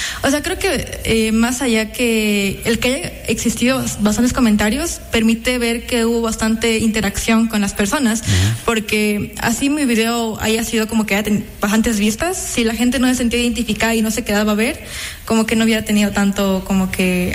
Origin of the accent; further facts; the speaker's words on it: Gualaquiza, Morona Santiago, Ecuador; now in Zamora, Ecuador; Yo soy originaria de Gualaquiza y actualmente vivo en Zamora.